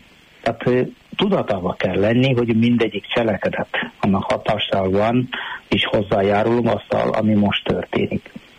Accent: South India, India; Hungarian is a second language; moved away as an adult; now in Hungary; egyébként Dél-Indiából származom, már 23 éve vagyok, itt 24. évben vagyok. Hát én 2003. október 9-én érkeztem Magyarországra

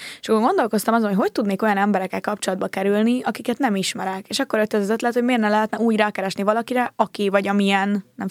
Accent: Budapest, Hungary; Hát én Budán nőttem fel, Rózsadombon, 15 évet laktam a Bimbó úton

